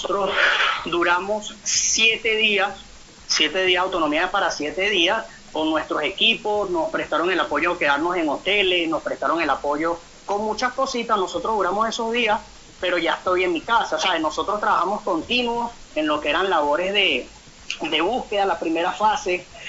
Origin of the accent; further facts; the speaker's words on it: Guatire, Miranda, Venezuela; moved away as an adult; also born or lived in Zamora, Venezuela; now in Medellín, Colombia; como guatireño al fin